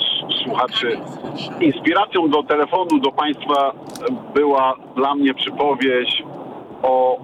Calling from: Valencian Community, Spain; Mieszkam na Costa Blanca, w Hiszpanii.

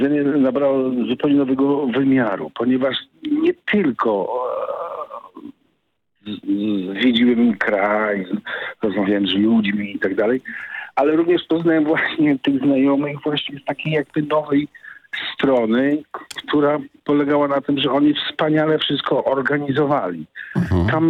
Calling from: Warsaw, Masovian Voivodeship, Poland; My jesteśmy z Warszawy.

